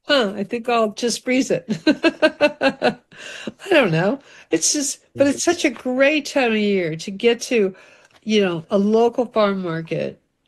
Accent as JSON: {"language": "English", "region": "California", "country": "United States", "tie": "born or raised there", "said": "I grew up in Central California"}